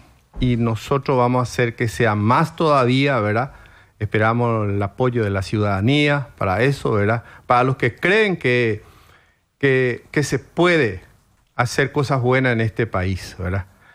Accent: Asunción, Paraguay; Es denigrante decir soy asunceno

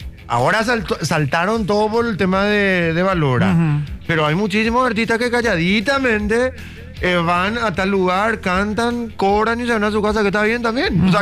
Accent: Paraguay; yo le conozco muy bien al paraguayo. Soy paraguayo.

